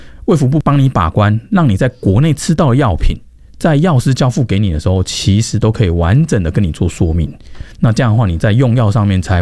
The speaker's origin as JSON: {"language": "Chinese", "country": "Taiwan", "said": "像我就举我们台湾人去日本也很喜欢买的百宝能"}